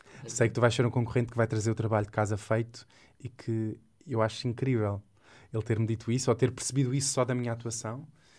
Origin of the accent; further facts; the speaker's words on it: Figueira da Foz, Centro, Portugal; na Figueira da Foz, na minha terra